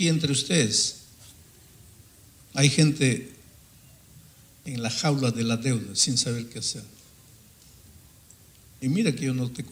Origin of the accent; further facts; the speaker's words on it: Brazil; el taxista me dice, ¿de dónde vienes? De Brasil.